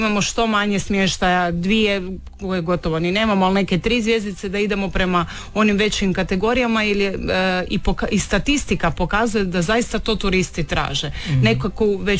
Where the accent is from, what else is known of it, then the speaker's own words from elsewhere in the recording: Zagreb, City of Zagreb, Croatia; moved away as an adult; now in Rijeka, Croatia; ja sam rođena Zagrepčanka sa riječkom adresom posljednjih 16 godina